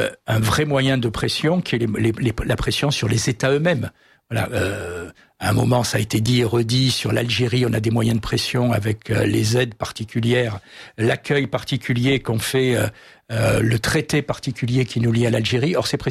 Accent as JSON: {"language": "French", "region": "Provence-Alpes-Côte d'Azur", "country": "France", "tie": "born or raised there", "said": "je suis originaire de PACA"}